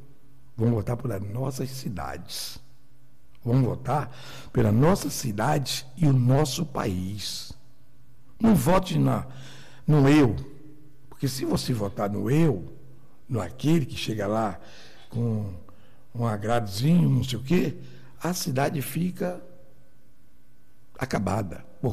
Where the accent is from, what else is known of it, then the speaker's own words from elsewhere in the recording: Brazil; nós somos brasileiros